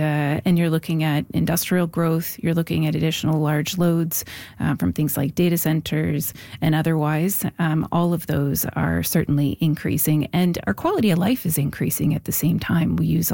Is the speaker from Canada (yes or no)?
yes; the Maritimes, Canada; We're all from the Maritimes here.